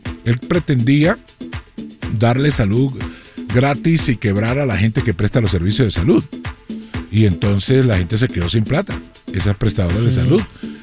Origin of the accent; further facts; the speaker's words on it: Colombia; now in Bogotá, Colombia; Los colombianos ya nos convertimos casi como los venezolanos en un pueblo errante.